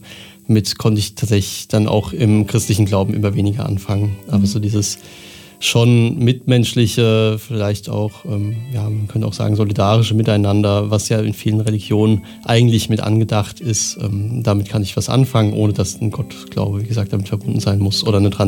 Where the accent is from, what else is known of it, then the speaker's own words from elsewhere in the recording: Aschaffenburg, Bavaria, Germany; moved away as an adult; also born or lived in Jena; ich bin in einem Vorort von Aschaffenburg aufgewachsen, habe meine komplette Kindheit dort verbracht, bis ich dann irgendwann zum Studium nach Jena gezogen bin.